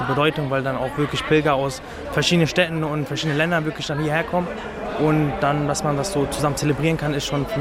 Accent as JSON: {"language": "German", "town": "Dortmund", "region": "North Rhine-Westphalia", "country": "Germany", "tie": "born or raised there", "said": "Ich bin selber in Dortmund geboren und bin ganz normal zur Schule gegangen. Meine Eltern kommen aus Sri Lanka."}